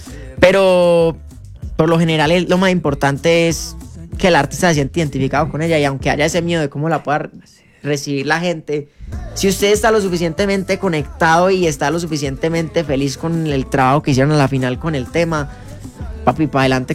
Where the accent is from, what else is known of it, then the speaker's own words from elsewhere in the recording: Bulgaria; also born or lived in Colombia; sí yo crecí un tiempo en Bulgaria y después para acá, y mis cuchos son músicos clásicos